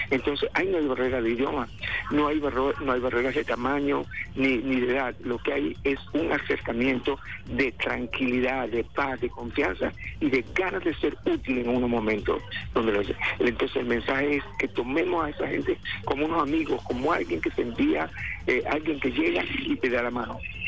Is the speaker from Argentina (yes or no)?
no; Venezuela